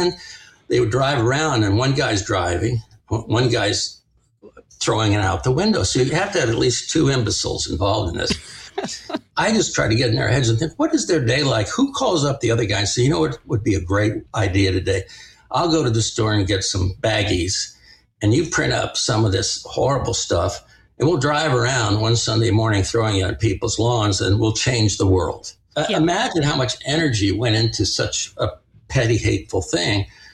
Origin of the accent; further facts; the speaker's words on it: Florida, United States; for a native Floridian